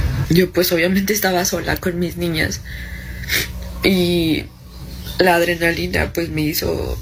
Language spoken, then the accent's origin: Spanish; Aguascalientes, Mexico; tengo 30 años, soy de Aguascalientes y tengo dos niñas de 1 año y 6 años.